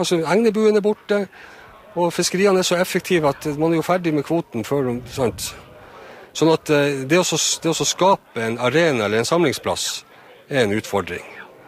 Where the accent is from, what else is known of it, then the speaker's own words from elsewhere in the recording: Kjøllefjord, Finnmark, Norway; jeg er jo født og oppvokst i Kjøllefjord i et fiskevær